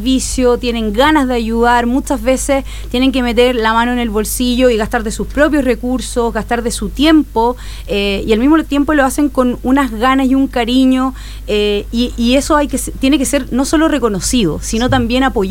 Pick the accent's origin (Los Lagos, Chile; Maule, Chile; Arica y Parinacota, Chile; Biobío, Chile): Los Lagos, Chile; Maullín; vengo del sur de Chile, sí. Maullín, que queda a 75 kilómetros de Puerto Montt.